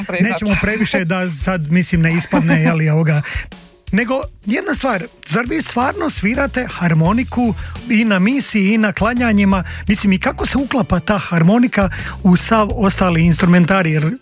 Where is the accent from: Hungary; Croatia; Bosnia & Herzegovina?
Bosnia & Herzegovina; Bosanska Posavina; born there; sam rođen u Bosanskoj Posavini